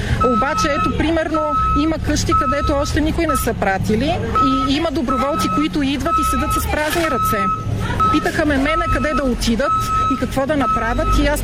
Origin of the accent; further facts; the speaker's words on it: Strumyani, Blagoevgrad Province, Bulgaria; От Срумяни съм.